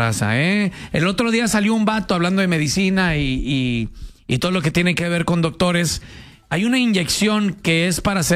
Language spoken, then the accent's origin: Spanish; Mexico